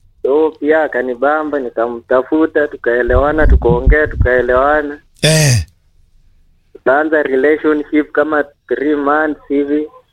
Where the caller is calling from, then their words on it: Kenya; natoka Chemchem.